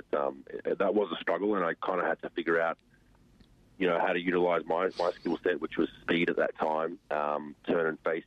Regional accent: Australia; as an Australian

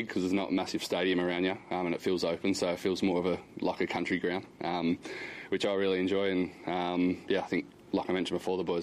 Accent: Busselton, Western Australia, Australia; I have a lot of family that are down, who are playing in Bunbury, but I'm from Busselton

